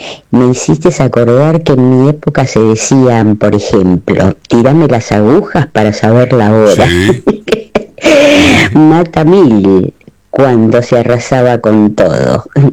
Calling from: Buenos Aires, Argentina; de Flores.

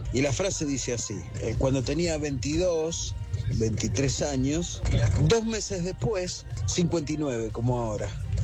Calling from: Flores, Buenos Aires, Argentina

